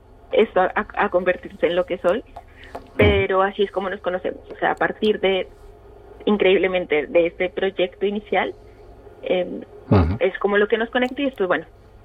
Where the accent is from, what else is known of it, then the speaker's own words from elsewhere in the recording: Colombia; moved away as an adult; now in Almería, Spain; yo soy colombiana, y bueno, actualmente vivo en Almería.